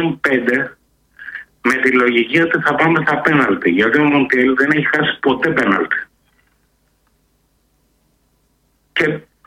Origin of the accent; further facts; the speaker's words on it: Argentina; Greek is a second language; Να πω κάτι, επειδή είμαι από Αργεντινή.